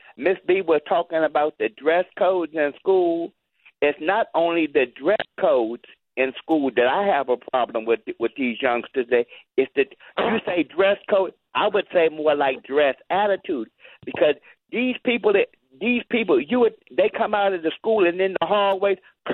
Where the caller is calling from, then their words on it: Silver Spring, Maryland, United States; from Silver Spring.